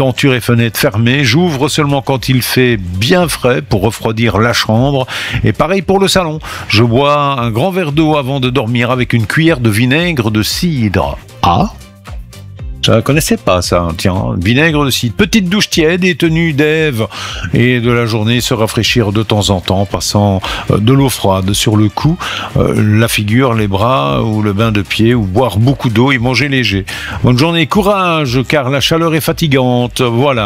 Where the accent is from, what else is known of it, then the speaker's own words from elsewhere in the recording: Belgium; chez nous en Belgique